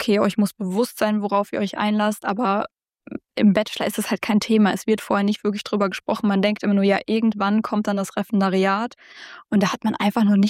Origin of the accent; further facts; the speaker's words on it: North Rhine-Westphalia, Germany; okay, ich bin hier im Ländlichen, wo ich aufgewachsen bin auch. Und jetzt ist es aber so, okay, vielleicht komme ich auch einfach ans andere Ende von Nordrhein-Westfalen